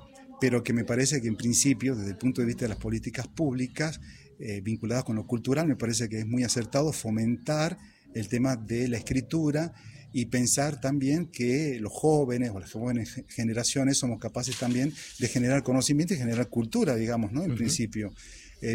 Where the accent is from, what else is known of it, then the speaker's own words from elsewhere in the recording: Seville, Andalusia, Spain; conocer aspectos que forman parte de nuestra propia identidad como sevillanos, ¿no?